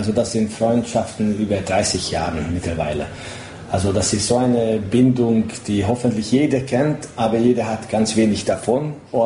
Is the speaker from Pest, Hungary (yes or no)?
no; Mohács, Baranya, Hungary; now in Düsseldorf, Germany; Ich bin hier in Mohacs aufgewachsen, wie nämlich 90% von dem Band.